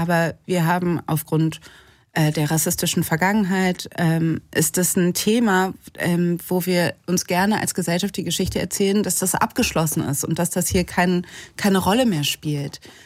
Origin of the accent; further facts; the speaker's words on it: Cologne, North Rhine-Westphalia, Germany; ich bin Kölnerin